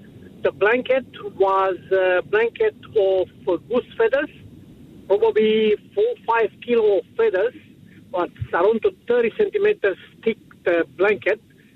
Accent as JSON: {"language": "English", "country": "Romania", "second_language": "English", "said": "You remember I'm from Romania."}